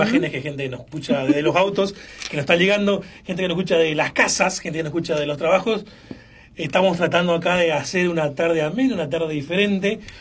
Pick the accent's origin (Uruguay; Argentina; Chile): Argentina; Todas nuestras tradiciones, todas nuestras costumbres, somos Argentina, un crisol de razas no racista, un país que acepta a todos no racistas.